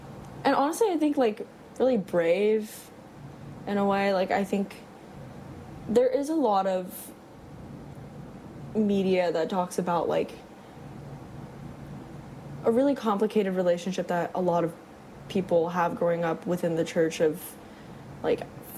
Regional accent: Orange County, California, United States; I'm from Orange County

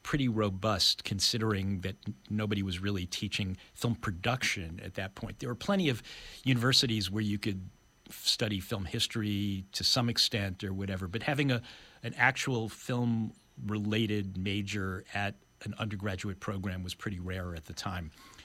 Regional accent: North Carolina, United States; born there; also born or lived in Bronx / Chicago / Paramus, New Jersey; I was born in North Carolina when my dad was in the Marines. Then we moved to the Bronx. Then we moved to the south side of Chicago. Then we moved to the northern suburbs of Chicago. Then we moved to Paramus, New Jersey.

